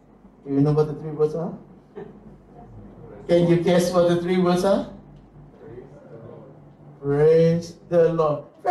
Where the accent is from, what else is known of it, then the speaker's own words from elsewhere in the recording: Sydney, New South Wales, Australia; moved away; I was originally from Sydney. I did my study, theological studies in Sydney.